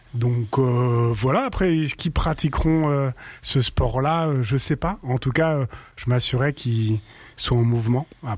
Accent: France; also born or lived in Ethiopia / La Chapelle-sur-Erdre, Loire-Atlantique; Ok, j'ai 36 ans. Donc, je suis né en 1990. Je suis né en Éthiopie, mais j'ai grandi en France depuis l'âge de mes 2 ans.

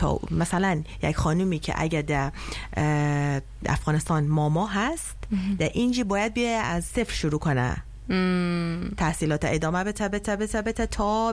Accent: Iran; now in France; درست است که مثلا من اصالتا افغان هستم، در ایران در دنیا آمدم بزرگ شدم، یعنی دو تا فرهنگ با هم یدک کشیده همزمان، بعد آمدیم اینجا با فرهنگ فرانسه.

